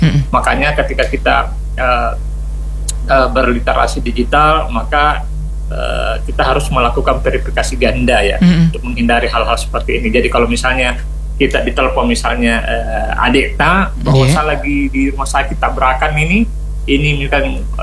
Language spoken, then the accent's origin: Indonesian; South Sulawesi, Indonesia; kita sih orang Bugis Makassar